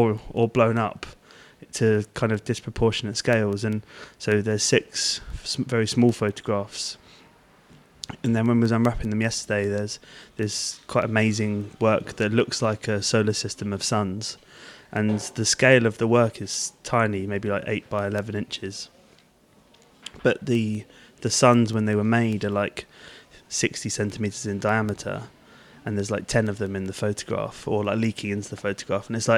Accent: Hastings, South East England, United Kingdom; I think like I grew up in Hastings and. I'd never went to the local institutions growing up.

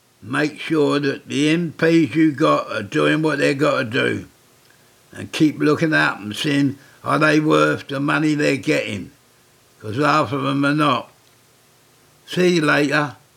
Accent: Deptford, London, United Kingdom; born there; Oh, by the way, I was born in Deptford, as I told you, all them years and years ago, 80 years ago. And I still love it. I still love Deptford, believe me. And that's why I've stuck to Deptford all my life.

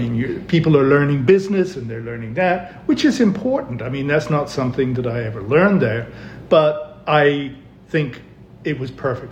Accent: Ireland; also born or lived in England; And I was born in Ireland.

